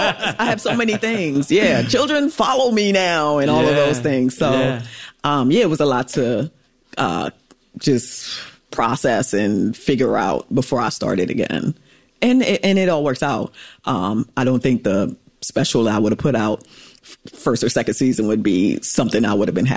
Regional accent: Saint Thomas, U.S. Virgin Islands

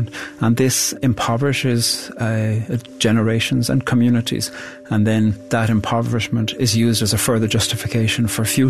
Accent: Ireland; I'm from Ireland, and I'm a poet.

